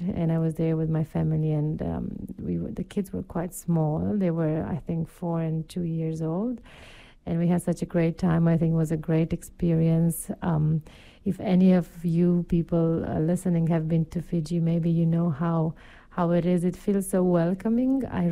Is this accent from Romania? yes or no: yes; Romania; from Romania